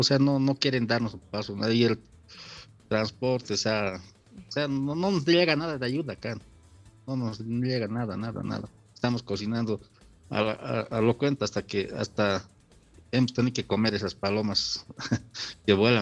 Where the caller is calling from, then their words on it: Cochabamba, Bolivia; yo, por ejemplo, soy de Cochabamba